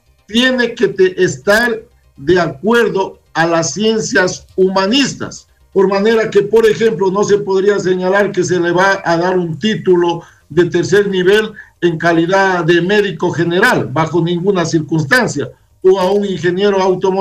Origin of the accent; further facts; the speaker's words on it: Ecuador; nosotros como ecuatorianos, como zamoranos, como lojanos